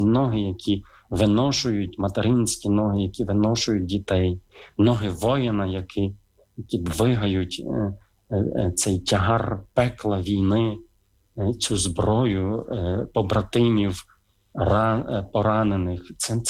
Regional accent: Drohobych, Lviv Oblast, Ukraine; born there; Ніна Михайлівна в Дрогобичі. Ходив я в школу

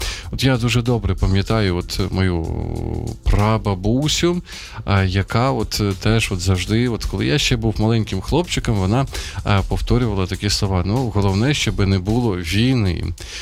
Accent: Sumy, Sumy Oblast, Ukraine; як от в моїх рідних Сумах

